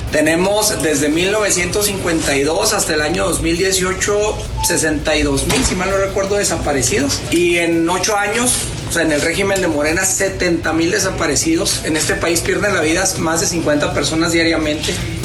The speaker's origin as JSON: {"language": "Spanish", "country": "Mexico", "said": "tenemos que, como mexicanos, trabajar juntos."}